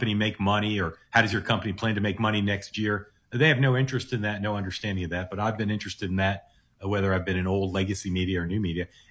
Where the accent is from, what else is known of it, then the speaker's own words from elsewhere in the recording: Washington, District of Columbia, United States; also born or lived in Manhattan; I grew up in Washington. I've lived in Manhattan almost my entire adult life.